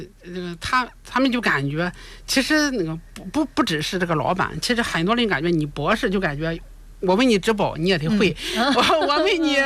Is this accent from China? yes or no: yes; Shandong, China; 咱山东的话，那个其实从那个明清时期，你像烟台那边原来的气候挺湿润的